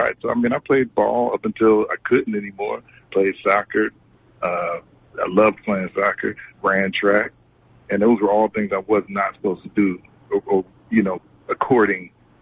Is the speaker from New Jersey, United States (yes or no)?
yes; Trenton, New Jersey, United States; So I just grew up around theater and music and all the good stuff, you know, poetry, because growing up in Trenton, Antoshaki was, you know, at our house, Dominique Giovanni.